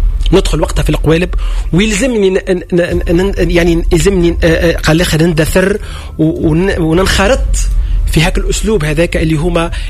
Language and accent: Arabic; Tunisia